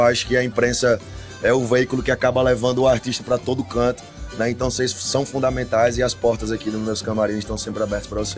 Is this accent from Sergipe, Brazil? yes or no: yes; Aracaju, Sergipe, Brazil; Sou aracajuano, sou sergipano. Então, muito feliz de estar aqui, é um misto de sentimentos, né?